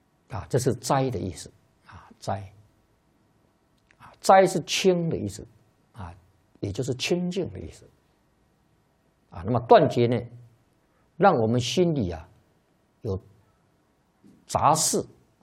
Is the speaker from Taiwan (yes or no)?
no; China; 一般没有学佛的人啊，社会上的人士啊，是我们中国人呐，大概就会想到《西游记》